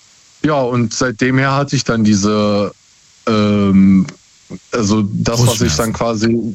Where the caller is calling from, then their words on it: Essen, North Rhine-Westphalia, Germany; Aus Essen.